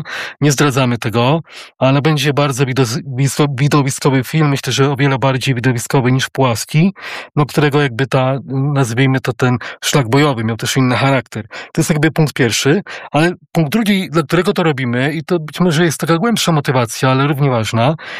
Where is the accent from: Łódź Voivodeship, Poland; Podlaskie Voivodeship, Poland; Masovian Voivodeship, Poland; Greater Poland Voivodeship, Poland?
Łódź Voivodeship, Poland; Łódź; also born or lived in Połaniec; ja pochodzę z Łodzi, ale urodziłem się w Połańcu, bo tam moi rodzice budowali elektrownię imienia Tadeusza Kościuszki. Mieszkaliśmy na ulicy imienia Tadeusza Kościuszki